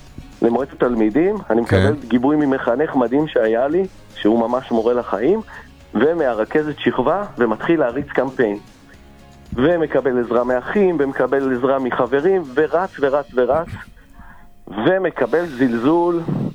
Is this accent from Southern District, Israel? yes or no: no; Jerusalem District, Israel; אני יליד 81, ואני ממושב בערי ירושלים במקור, ולמדנו בבית ספר אזורי חקלאי.